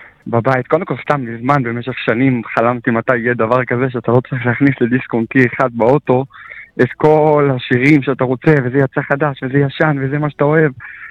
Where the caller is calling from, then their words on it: Jerusalem, Jerusalem District, Israel; אני מירושלים.